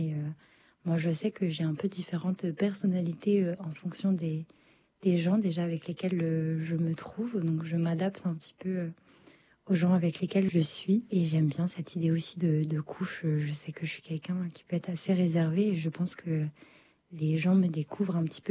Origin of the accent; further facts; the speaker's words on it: France; accent: very French; mon accent très français